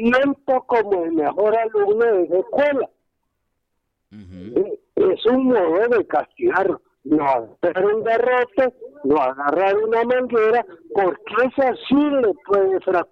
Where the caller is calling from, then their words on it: Guaimaca, Francisco Morazán, Honduras; Aquí estoy en Guaymaca